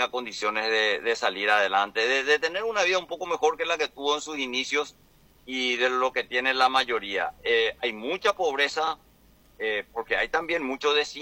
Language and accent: Spanish; Asunción, Paraguay; No, yo soy asunceno. Yo nací en Asunción.